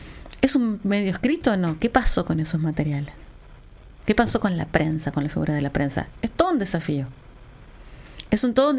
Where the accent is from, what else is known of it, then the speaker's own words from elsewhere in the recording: Argentina; soy argentino.